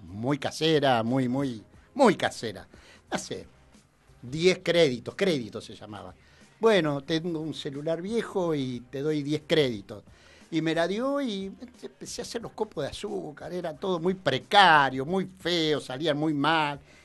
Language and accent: Spanish; Bahía Blanca, Buenos Aires Province, Argentina; yo soy de acá de Bahía.